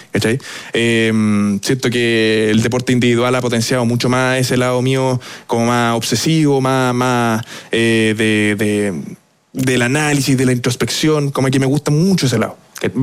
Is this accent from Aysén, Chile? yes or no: no; Santiago, Santiago Metropolitan Region, Chile; no hay nada como la casa acá en Chile, en Santiago